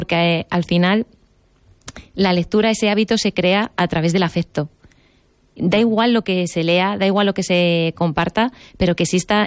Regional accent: Salamanca, Castile and León, Spain; now in Pyrenees, Spain; Un Punto Curioso es una empresa que nació en Salamanca, de donde soy

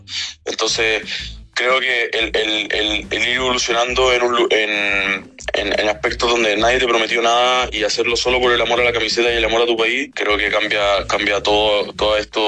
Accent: Chile; moved away as an adult; now in France; respecto a ser el único chileno en la liga

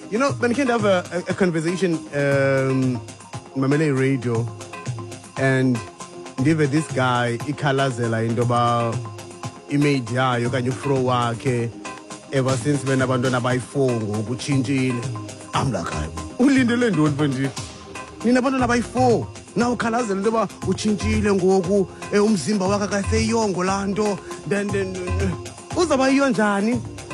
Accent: South Africa; And I'm from Gumko, South Africa.

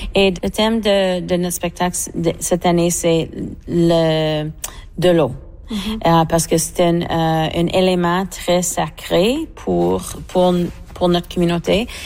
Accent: Manitoba, Canada; c'est parce que moi, je suis métisse de la Rivière-Rouge.

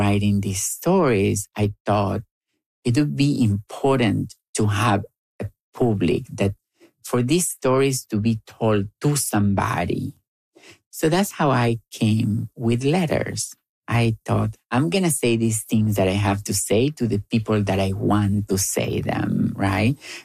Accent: Gálvez, Santa Fe, Argentina; That you love to talk about my hometown. I was born in Ciudad de Galvez. Most people live from agriculture. The town is very little and everybody knows you

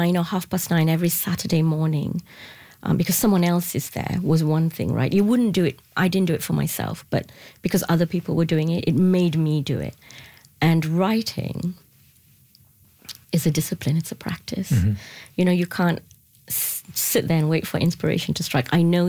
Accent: Ipoh, Perak, Malaysia; now in Winnipeg, Canada; My mother's house in Malaysia, the country of my birth.

